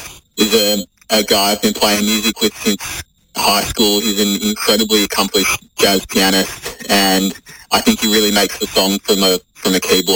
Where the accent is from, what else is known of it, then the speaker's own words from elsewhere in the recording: Melbourne, Victoria, Australia; I am from Melbourne, yep.